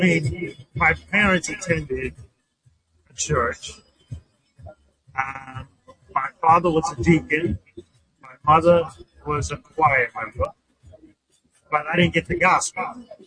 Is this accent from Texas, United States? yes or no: no; Canarsie, New York, United States; also born or lived in Bethesda; I grew up in Canarsie. I was born in Bethesda. I grew up in Canarsie. Had a very difficult time in Canarsie. I went to Canarsie High School.